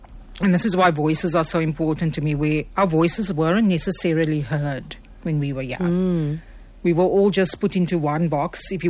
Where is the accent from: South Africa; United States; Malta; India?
South Africa; Oudtshoorn, Western Cape; But I never grew up in Cape Town. I'm originally from Oudtshoorn.